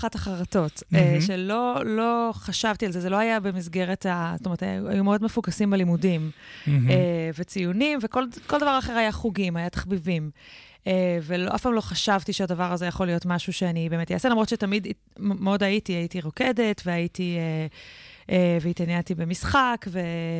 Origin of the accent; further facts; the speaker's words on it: Jerusalem, Jerusalem District, Israel; born there; נולדתי בירושלים. ההורים שלי התגרשו כשהייתי קטנה, ואימא שלי עברנו די הרבה בארץ אחרי הגירושים, אז לא גדלתי.